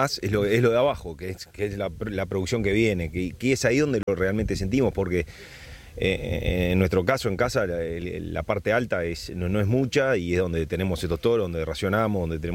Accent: Uruguay

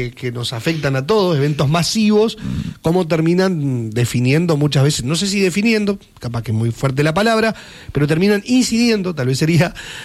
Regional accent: Uruguay; yo pertenezco a esta comunidad, somos uruguayos, vamos arriba, estamos en el Mundial

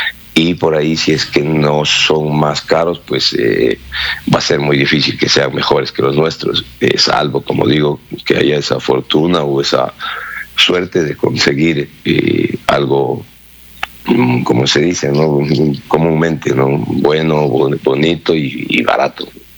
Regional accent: Ecuador; yo soy ecuatoriano, soy nacionalista

